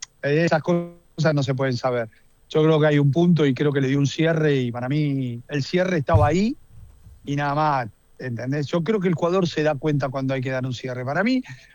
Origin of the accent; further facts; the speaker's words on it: Argentina; Somos así los argentinos.